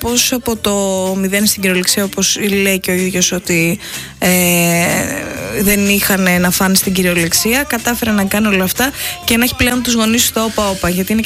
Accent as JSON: {"language": "Greek", "town": "Agrinio", "region": "Western Greece", "country": "Greece", "said": "Γι' αυτό εγώ θα γυρίσω στο αγρίνιο."}